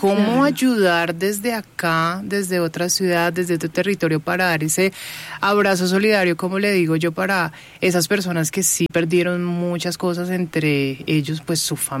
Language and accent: Spanish; Cali, Valle del Cauca, Colombia; moved away; Yo soy de Cali y estoy viendo pues esa afectación que está sufriendo mi ciudad, y uno estando lejos